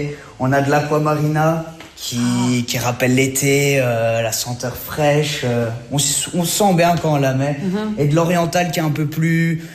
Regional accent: Belgium; Je suis fier d'être sicilien et italien, mais je suis belge avant tout.

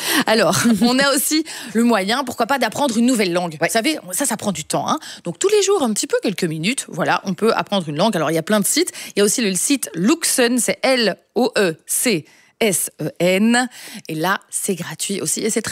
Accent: Wallonia, Belgium; born there; Par exemple, moi je suis née près de Libramont

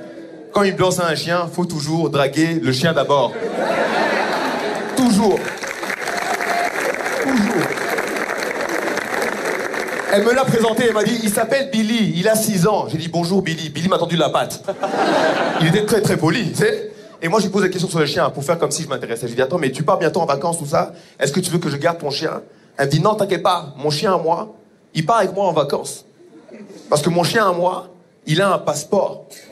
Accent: Rwanda; mais je ne suis pas béninois du tout, c'est très important. Je suis rwandais.

